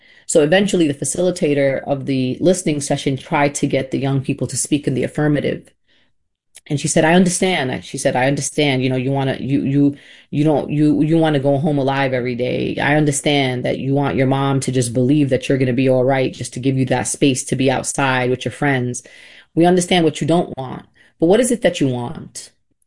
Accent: New York City, New York, United States; as a Brooklynite. I'm born and raised in Brooklyn

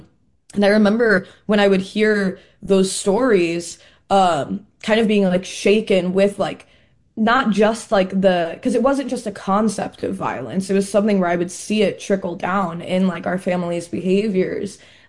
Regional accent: Chicago, Illinois, United States; growing up in Chicago

